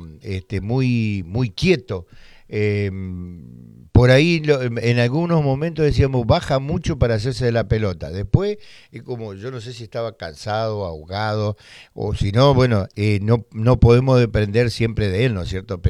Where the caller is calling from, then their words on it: Argentina; como todo argentino